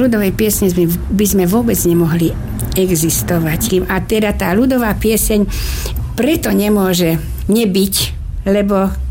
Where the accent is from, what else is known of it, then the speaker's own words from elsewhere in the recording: Žilina Region, Slovakia; my sme teda pochádzali z Turca